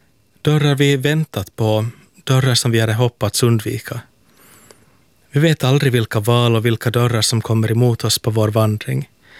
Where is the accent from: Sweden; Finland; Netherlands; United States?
Finland; Helsinki, Uusimaa; från Helsingfors.